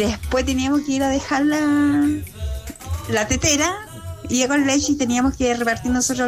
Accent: Coquimbo, Chile; now in Vallenar, Chile; Y yo estudié en Coquimbo, y soy de Coquimbo, pero estoy radicada acá en Vallenar.

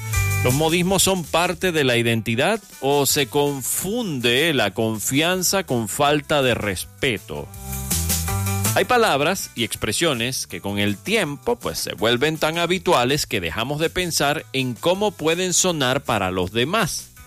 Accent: Chile

